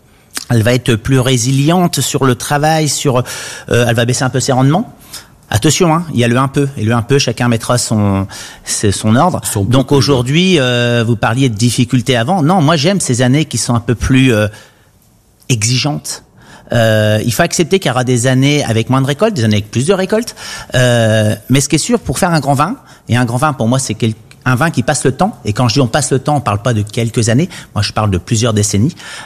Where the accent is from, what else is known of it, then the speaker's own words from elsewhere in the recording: Grand Est, France; J'ai été formé à Beaune. Donc moi, je suis un des rares champenois qui parle en hecto, pas en kilo.